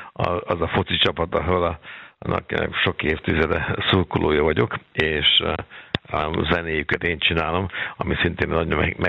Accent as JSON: {"language": "Hungarian", "region": "Budapest", "country": "Hungary", "tie": "born or raised there", "moved": "as an adult", "lives_now": "Germany", "said": "a szülővárosomba, a Puskás stadionba"}